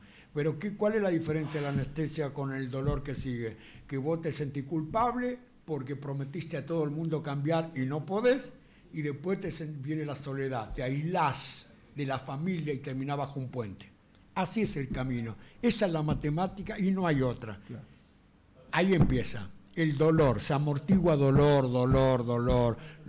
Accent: Loma del Mirador, Buenos Aires Province, Argentina; born there; ahí nací y ahí vivo

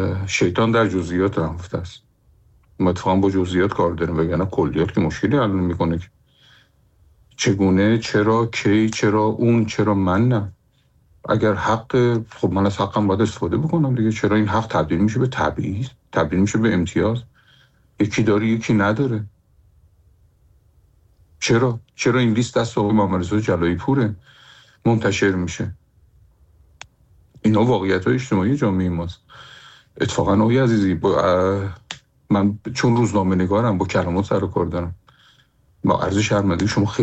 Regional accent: Iran; moved away; همه ما ایرانی هستیم، ایران هم ملک مشاه ما، سرزمین ما

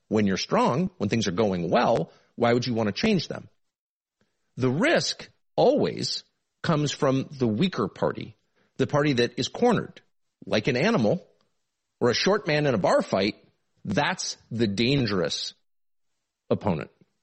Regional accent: United States; and it pains me as an American to say

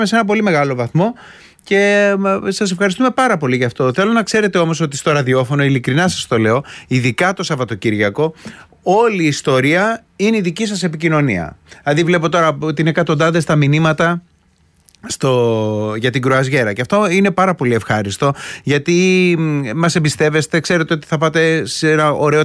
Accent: Attica, Greece; εγώ είμαι και λίγο από τα Μεσόγεια

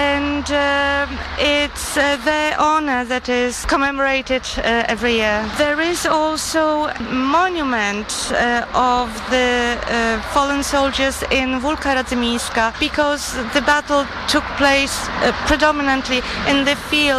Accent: Radzymin, Masovian Voivodeship, Poland; If I may speak for myself, being born and raised in Radzymin, I'm very proud of its history.

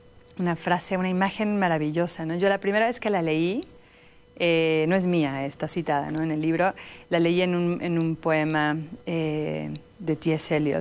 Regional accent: Mexico; now in United States; siendo mexicana en Estados Unidos no puedo no pensar en la frontera constantemente.

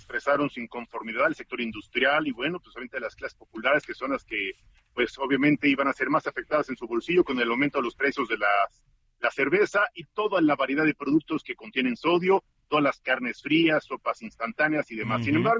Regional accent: Mexico; somos más los mexicanos que queremos un país en paz

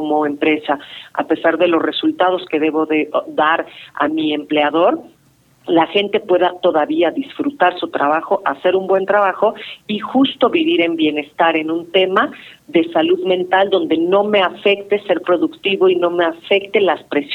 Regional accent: Mexico

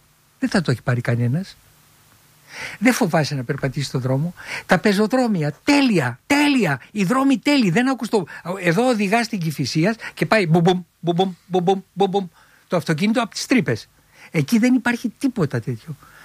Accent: Filothei, Attica, Greece; born or raised there

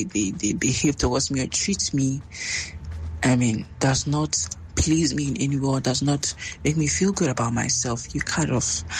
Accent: East Legon, Greater Accra, Ghana; Hello, Elvis. … from East Ligon.

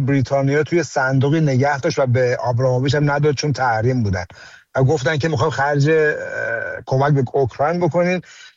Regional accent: Iran; به عنوان یه ایرانی

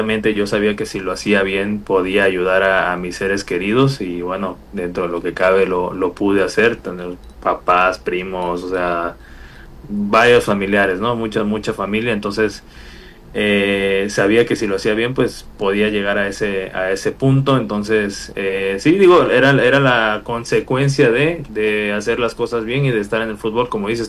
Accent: San Juan Evangelista, Veracruz, Mexico; estaba de vacaciones en mi casa en San Juan Evangelista, bueno, casa de mis papás en San Juan Evangelista, mi pueblito.

